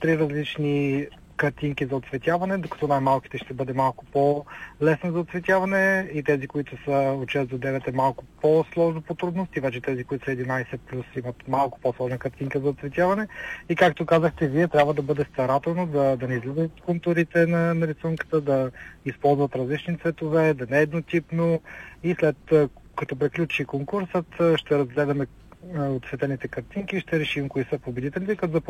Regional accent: Plovdiv, Plovdiv Province, Bulgaria; born there; аз по принцип съм от Пловдив, роден тук.

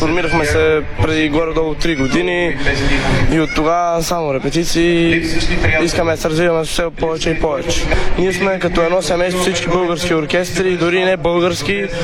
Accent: Sofia, Sofia City, Bulgaria; Всички ни обединява това, че селото ни е Замфирово, но няколко момчета, както и аз, сме от София

